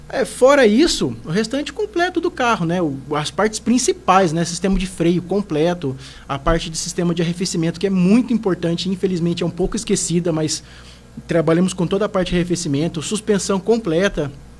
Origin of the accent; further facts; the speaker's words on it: Brazil; hoje ali no Santa Cecília, onde eu fui criado praticamente minha vida inteira